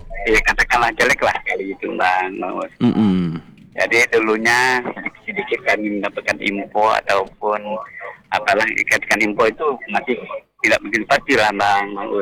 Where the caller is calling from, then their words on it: West Kalimantan, Indonesia; Nah, itu aja info dari kami, dari Kecamatan Sajat, … yang mewakili, memberikan kepada, minta kepada pemerintah, terutama dari Kabupaten Samba